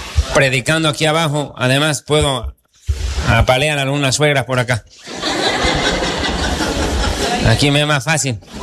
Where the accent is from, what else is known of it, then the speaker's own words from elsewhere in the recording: Bolivia; born there; en mi país de nacimiento, Bolivia